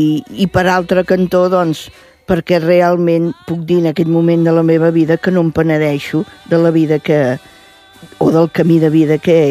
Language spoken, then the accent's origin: Catalan; Reus, Catalonia, Spain